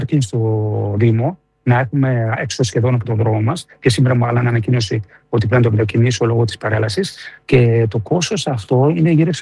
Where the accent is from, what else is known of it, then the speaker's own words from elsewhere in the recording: Evosmos, Central Macedonia, Greece; Από τον Εύωσμο καταγούμε.